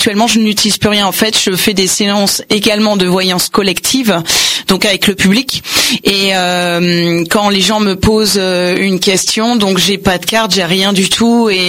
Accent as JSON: {"language": "French", "town": "Angers", "region": "Pays de la Loire", "country": "France", "tie": "born there", "also_born_or_lived": "Montreal, Canada", "said": "Oui, je suis né à Angers"}